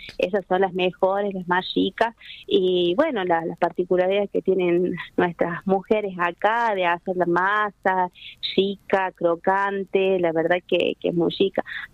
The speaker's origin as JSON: {"language": "Spanish", "region": "La Rioja", "country": "Argentina", "said": "sabrán que nos caracteriza como riojanos la chaya."}